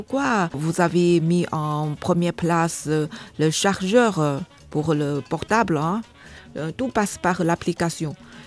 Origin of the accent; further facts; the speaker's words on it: China; Même moi, en tant que Chinois